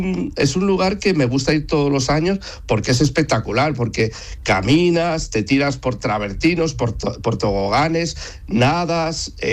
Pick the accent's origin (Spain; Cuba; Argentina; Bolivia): Spain; northern Spain; moved away as an adult; now in Seville, Spain; yo soy del norte de España, llegué hace 12 años a Sevilla y estaba muy acostumbrado a ir todos los días al monte, ¿no?